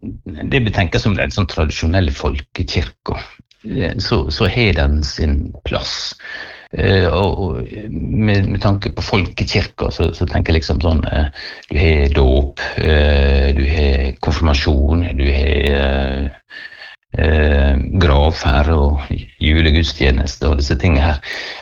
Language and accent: Norwegian; Southern Norway, Norway; moved away; Og jeg er jo i kategorien søring